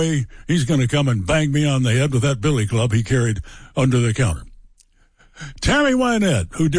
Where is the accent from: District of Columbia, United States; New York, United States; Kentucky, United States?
Kentucky, United States; Paintsville; When I was a kid growing up in my hometown of Paintsville, Kentucky, there was a hangout called Malcolm's.